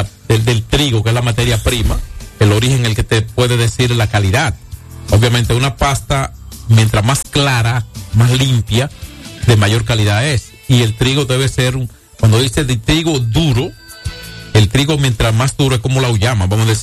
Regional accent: San Francisco de Macorís, Duarte, Dominican Republic; moved away; de San Francisco, de mi tierrita, mi rinconcito de allá

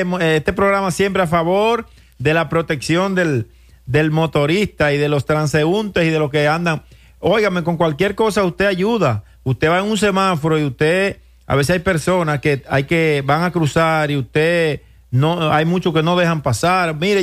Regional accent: Dominican Republic; somos dominicanos, que somos hermanos

